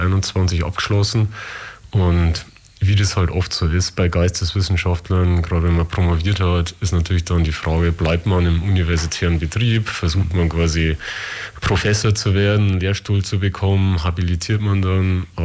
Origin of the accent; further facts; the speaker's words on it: Bavaria, Germany; now in Ulm, Germany; komme ich nicht aus Ulm, sondern aus Bayern, genauer gesagt aus Niederbayern